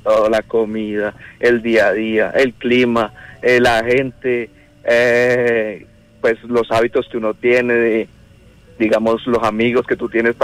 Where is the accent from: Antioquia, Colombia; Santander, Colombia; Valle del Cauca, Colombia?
Santander, Colombia; Bucaramanga